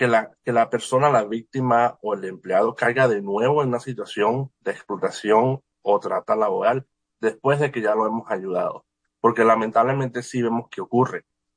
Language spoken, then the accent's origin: Spanish; Venezuela; now in Rochester, United States; personalmente yo soy venezolano